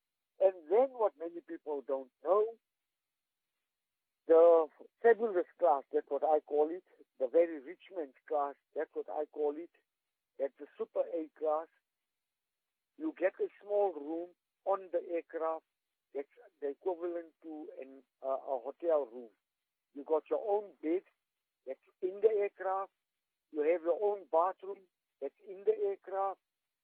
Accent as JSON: {"language": "English", "town": "Johannesburg", "region": "Gauteng", "country": "South Africa", "tie": "born or raised there", "said": "my hometown, Johannesburg"}